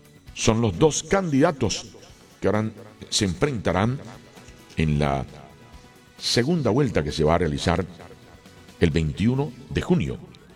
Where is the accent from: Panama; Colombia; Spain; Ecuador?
Colombia